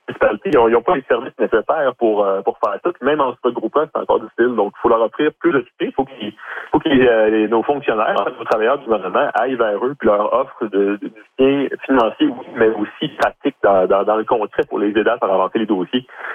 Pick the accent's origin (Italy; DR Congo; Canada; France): Canada; Trois-Rivières, Quebec; moved away; Moi, je viens de Trois-Rivières, d'ailleurs.